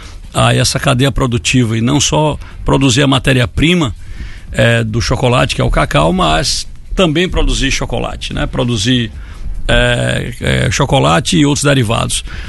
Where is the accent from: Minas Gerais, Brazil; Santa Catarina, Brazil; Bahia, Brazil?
Bahia, Brazil; Guanambi; Eu não sou filho de lá, sou sertanejo de Guanambi